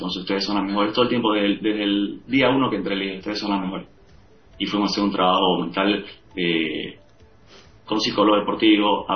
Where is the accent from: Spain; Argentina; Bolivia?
Bolivia